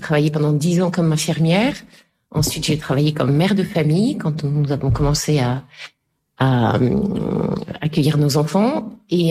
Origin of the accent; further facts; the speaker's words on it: Brest, Brittany, France; On vient de Brest, en Bretagne.